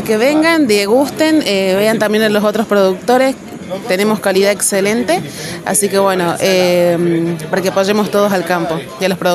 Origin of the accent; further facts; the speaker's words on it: Villa Mazán, La Rioja, Argentina; Nosotros somos productores de La Rioja, de Villa Mazán, somos la quinta generación de productores